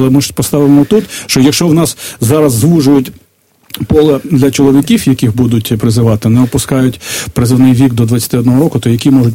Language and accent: Ukrainian; Poland; І в Варшаві так само, на жаль, любимо чи не любимо, ми поляки